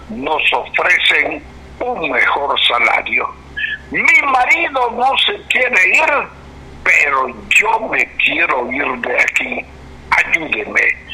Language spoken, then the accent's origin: Spanish; Nicaragua